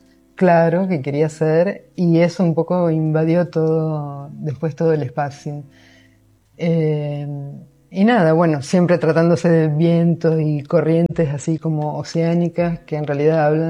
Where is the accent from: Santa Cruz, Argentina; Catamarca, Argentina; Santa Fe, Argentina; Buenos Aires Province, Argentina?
Santa Fe, Argentina; Rosario; Es muy veneciano, pero yo también soy de Rosario, así que el río Paraná lo tengo muy adentro.